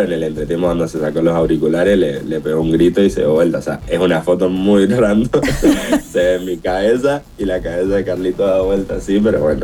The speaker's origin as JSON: {"language": "Spanish", "town": "General Alvear", "country": "Argentina", "said": "yo soy de General Alvear en realidad."}